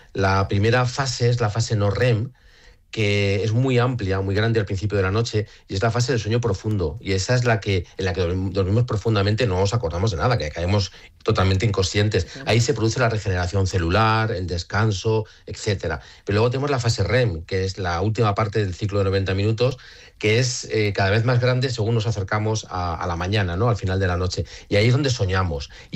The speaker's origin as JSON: {"language": "Spanish", "town": "Madrid", "region": "Community of Madrid", "country": "Spain", "said": "para mí, que soy de Madrid, soy del centro, soy de secano"}